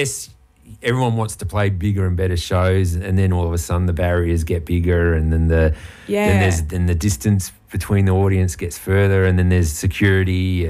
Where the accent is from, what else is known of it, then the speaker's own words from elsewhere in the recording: Adelaide, South Australia, Australia; born there; growing up in Adelaide.